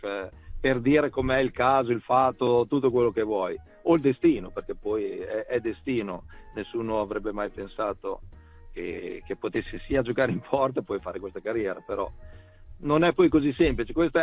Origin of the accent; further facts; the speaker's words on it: Crespellano, Emilia-Romagna, Italy; E in porta dopo mi videro dei dirigenti del mio paese, di Crespellano, che era appunto la società, il paese dove cui vivevo